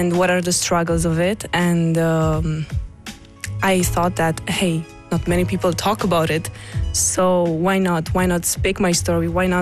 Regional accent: Romania; I think it's a society that I grew up around because I am from Romania and I grew up seeing them a lot

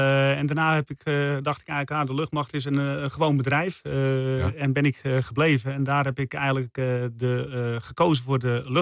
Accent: Rijsenhout, North Holland, Netherlands; born there; Ik ben geboren in Rijsenhout.

